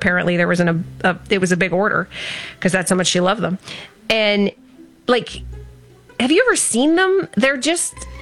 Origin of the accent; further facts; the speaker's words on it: Ontario, Canada; because I grew up in Essex County, so, you know, Lake St. Clair would be our Great Lake.